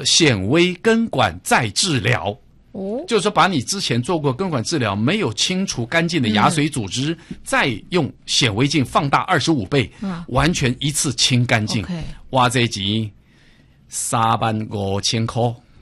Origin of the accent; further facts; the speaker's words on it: Taiwan; 我们都在台湾呢、我们都是台湾人呢、你的祖籍是哪里是另外一回事嘛、对不对？